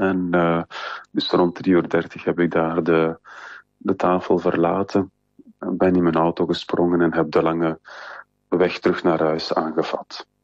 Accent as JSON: {"language": "Dutch", "country": "Belgium", "said": "ik weet van mezelf, ik als Belg"}